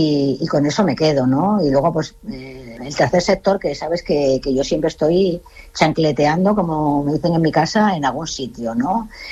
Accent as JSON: {"language": "Spanish", "region": "Basque Country", "country": "Spain", "tie": "born there", "also_born_or_lived": "Extremadura", "said": "le debo mucho también a mi tierra, porque si algo nos enseña Euskadi es que se ama mucho la tierra, ¿no? Y la pertenencia, y sobre todo los que pertenecemos a dos sitios, llegamos a querer de igual manera de dónde venimos y dónde nos hemos criado"}